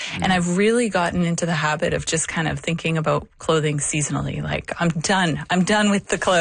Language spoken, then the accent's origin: English; Calgary, Alberta, Canada; moved away; I was raised in Calgary